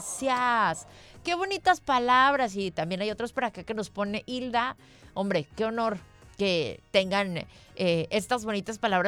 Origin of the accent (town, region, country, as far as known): Mexico